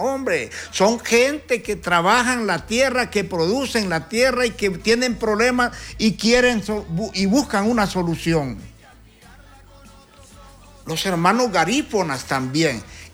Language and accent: Spanish; Honduras; a nosotros como hondureños también.